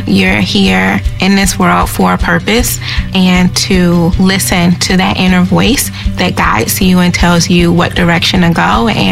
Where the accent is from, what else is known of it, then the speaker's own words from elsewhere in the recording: Gary, Indiana, United States; I am originally from Gary, Indiana